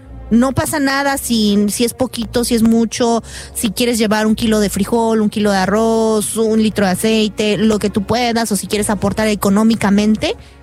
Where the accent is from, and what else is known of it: Oaxaca, Mexico; born there; moved away